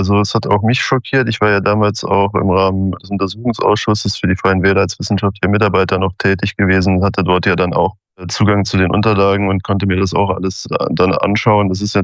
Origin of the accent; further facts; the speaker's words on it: Kordel, Rhineland-Palatinate, Germany; also born or lived in Neuss; Ich bin also hier in Kordel bei Trier aufgewachsen, dort auch zur Schule gegangen und habe dort auch mein Abitur gemacht.